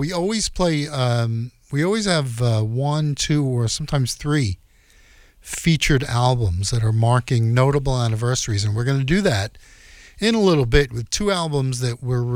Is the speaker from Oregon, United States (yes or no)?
no; New York City, New York, United States; artists from Brooklyn, New York. Hint, hint, my hometown.